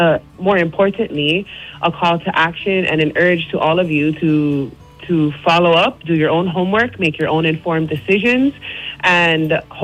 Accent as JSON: {"language": "English", "town": "Ko'olau Poko", "region": "Hawaii", "country": "United States", "lives_now": "Ola'a, United States", "said": "I'm from Ko'olau Poko. I am now residing in Ola'a on Hawaii Island."}